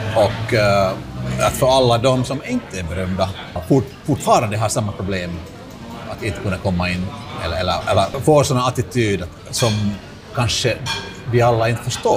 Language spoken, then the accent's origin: Swedish; Vantaa, Uusimaa, Finland; now in Helsinki, Finland; Jag var uppvuxen i Jakobacka, som var ganska stort ställe att vara annorlunda.